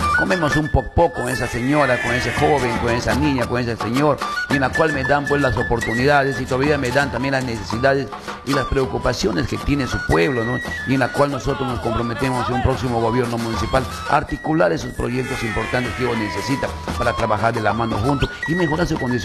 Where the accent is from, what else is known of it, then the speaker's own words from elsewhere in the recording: Iquitos, Loreto, Peru; Soy un nacido y crecido en Belén y así que nosotros yo tengo ya una buena década de años. Conozco mi Belén.